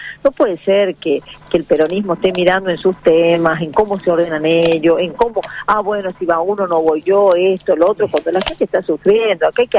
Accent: La Rioja, Argentina; nosotros como riojanos

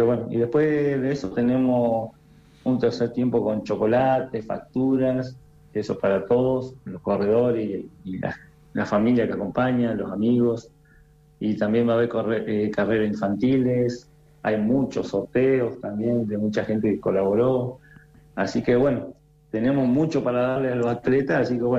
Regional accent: Rawson, Chubut, Argentina; Yo soy de Rawson, toda la vida viví acá en Rawson

